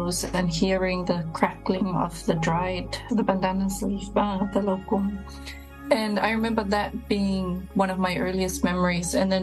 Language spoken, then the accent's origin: English; Samoa; Samoans that we just do it. So it was never a question in my mind that even though my children are growing up outside of Samoa, they have their finements and they have their siapos